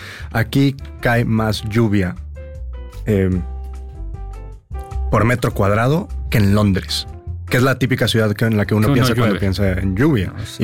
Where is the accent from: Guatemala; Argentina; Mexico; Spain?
Mexico; Zapotlanejo, Jalisco; now in Mexico City, Mexico; Yo siempre digo que soy tapatío por nacimiento, alteño por sangre y chilango por desgracia, doctor.